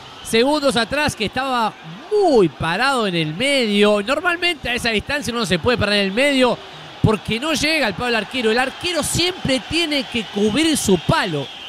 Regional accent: Argentina; uno como argentino futbolero que vive de esto

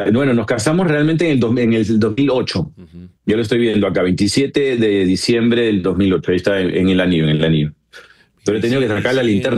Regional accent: Peru; soy el único peruano

